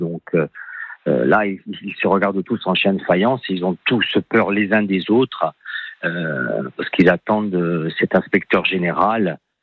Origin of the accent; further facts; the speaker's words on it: Bastia, Corsica, France; l'inspecteur général arrive chez nous à Bastia